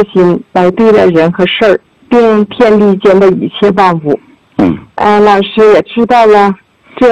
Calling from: Harbin, Heilongjiang, China; 我是来自于黑龙江省哈尔滨市的一名新学员，我是1963年阴历正月30半夜10点出生的，我今年呢虚岁63岁了。

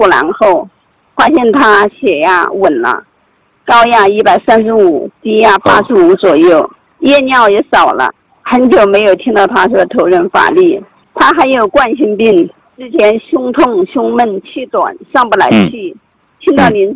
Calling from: Guangzhou, Guangdong, China; 我是来自广东广州地区的，

